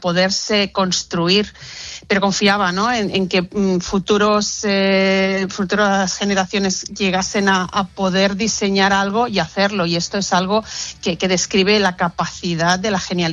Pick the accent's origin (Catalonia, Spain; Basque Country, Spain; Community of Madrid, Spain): Catalonia, Spain; Barcelona; Yo soy de Barcelona, entonces la Sagrada Familia para mí es algo muy especial.